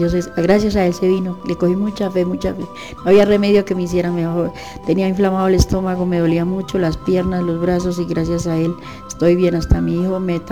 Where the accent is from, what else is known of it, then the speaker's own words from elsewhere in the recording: Tunja, Boyacá, Colombia; Me reservo el nombre por ahora porque vengo de Tunja.